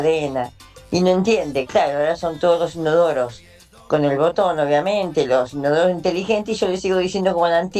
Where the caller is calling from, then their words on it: Buenos Aires, Argentina; de Flores